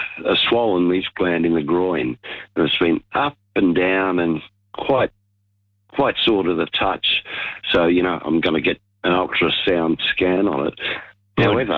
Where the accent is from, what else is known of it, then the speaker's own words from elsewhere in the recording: Canberra, Australian Capital Territory, Australia; I'm from Canberra.